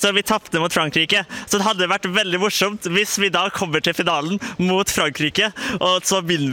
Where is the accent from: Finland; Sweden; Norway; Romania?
Norway